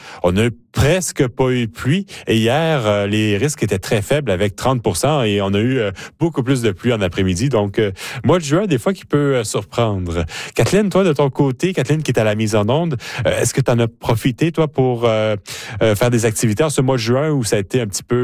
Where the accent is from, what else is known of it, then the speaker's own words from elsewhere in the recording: Canada; je suis un vrai Canadien.